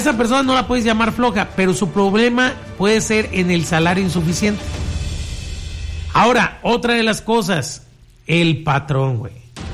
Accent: Mexico; fíjese que como mexicanos siempre nos quejamos de que las cosas están mal hechas

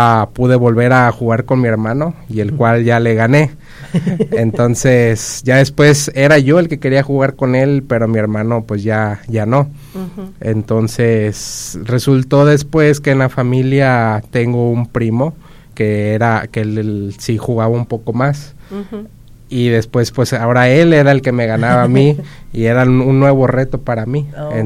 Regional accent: Tuxpan, Nayarit, Mexico; yo soy originario de Tuxpan, Nayarit

